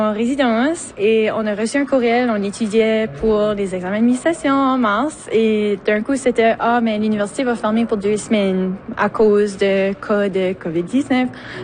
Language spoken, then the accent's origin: French; Fredericton, New Brunswick, Canada; moved away as an adult; now in Moncton, Canada; j'ai fait mes études ici à Moncton, mais je suis originaire de Fredericton.